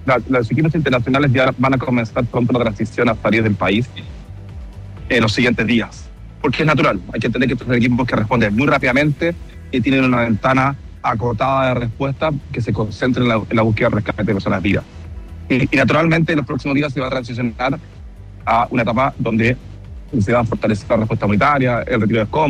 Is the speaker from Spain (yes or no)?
no; Chile; Como chilenos lo hemos vivido tantas veces